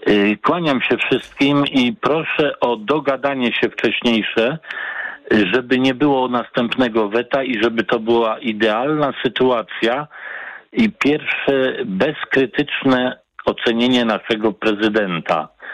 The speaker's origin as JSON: {"language": "Polish", "town": "Poznań", "region": "Greater Poland Voivodeship", "country": "Poland", "tie": "born or raised there", "moved": "yes", "lives_now": "Tychy, Poland", "said": "Przypominam się, że rodowity Poznaniak istnieje i Tychy się kłaniają."}